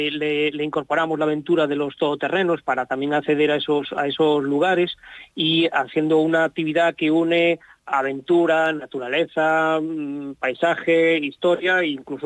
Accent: A Coruña, Galicia, Spain; somos de Coruña y empezamos la cosa en Coruña, ¿no?

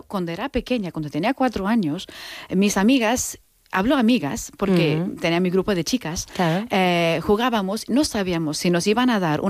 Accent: Anantapur, Andhra Pradesh, India; Spanish is a second language; moved away as an adult; now in Mallorca, Spain; Estamos hablando del sur de la India. Mi pueblo se llama Anantapur, la provincia se llama, estado se llama Andhra Pradesh, ¿vale? Y de ahí a Mallorca, ¿no? He venido.

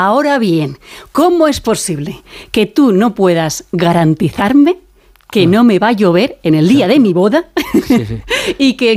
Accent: Castilla-La Mancha, Spain; Entonces, yo soy niña de la serranía de Cuenca.

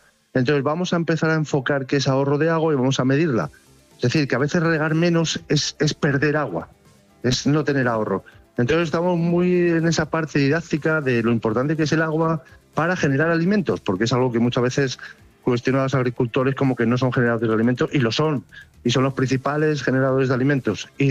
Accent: León, Castile and León, Spain; vamos a ponerlo primero aquí en León, coño, que somos de León.

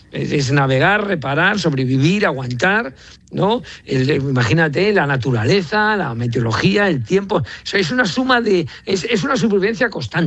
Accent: Madrid, Community of Madrid, Spain; tengo una casilla ahí, vivo en Madrid, yo soy de Madrid, y voy, pero realmente yo vivo navegando desde hace ya varios años.

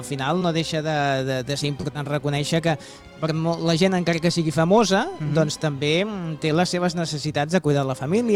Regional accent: Barcelona, Catalonia, Spain; com que sóc de Sants

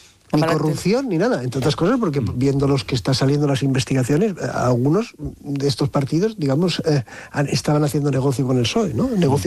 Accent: Spain; a mí no me preocupa como español y como España

